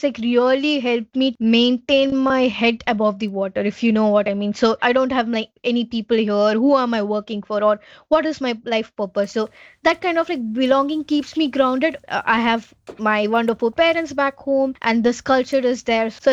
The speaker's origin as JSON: {"language": "English", "country": "India", "moved": "as an adult", "lives_now": "Hertfordshire, United Kingdom", "said": "in India, like especially in our culture"}